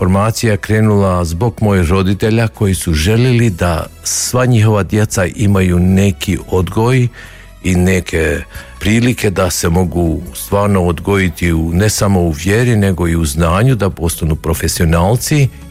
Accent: Podbrežje, Karlovac County, Croatia; now in Toronto, Canada; Ja sam rođen u Podbrežju, blizu Ozlja i ja imam 4 brata, 4 sestre i divnu obitelj

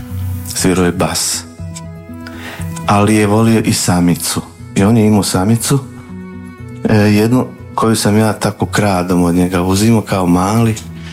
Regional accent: Drenovci, Vukovar-Srijem County, Croatia; now in Osijek, Croatia; rodom sam iz Drenovaca, živim u Osijeku već 40 godina.

